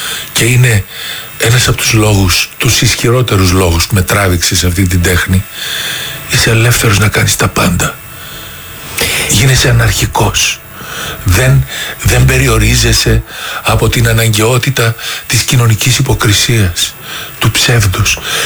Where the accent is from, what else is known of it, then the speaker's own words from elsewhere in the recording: Athens, Attica, Greece; born there; also born or lived in Thessaloniki / Xanthi; μέχρι 8 χρονών. Ναι. Μετά ήρθαμε Αθήνα.